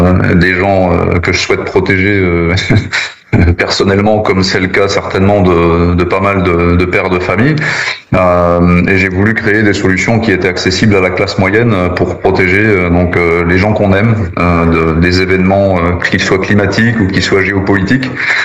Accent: Grand Est, France; now in southern France; Je suis originaire des Ardennes à la base, même si ça fait très longtemps maintenant que je suis dans le sud.

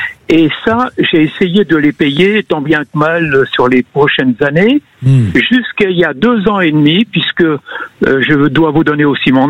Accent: Auvergne-Rhône-Alpes, France; il n'y avait pas longtemps que j'avais changé de région puisque je viens de la Savoie

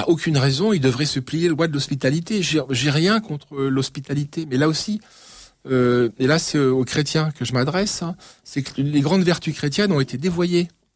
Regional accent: Paris, Île-de-France, France; Moi, je suis parisien. Alors, je suis trop jeune, certes, mais mes parents sont parisiens. Petits bourgeois, mais quand même néanmoins parisiens.

